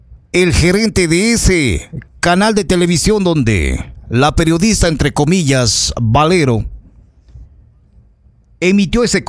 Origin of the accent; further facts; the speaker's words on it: Ecuador; como lo somos los ecuatorianos.